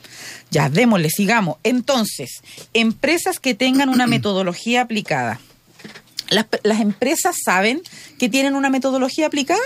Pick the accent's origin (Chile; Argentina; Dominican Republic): Chile; 5 somos chilenas